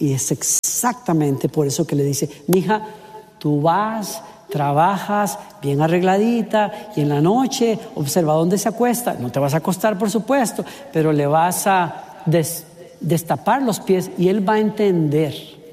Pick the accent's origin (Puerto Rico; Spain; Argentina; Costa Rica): Costa Rica; moved away; Yo era director de alabanza en mi país.